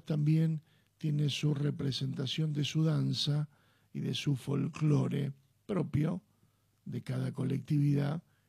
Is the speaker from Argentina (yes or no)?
yes; Argentina; Y Uruguay y Argentina hablamos el mismo castellano. Pero nuestro castellano tiene que ver con un acento, y es el acento italiano.